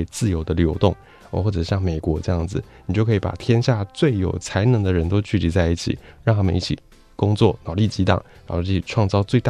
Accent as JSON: {"language": "Chinese", "country": "Taiwan"}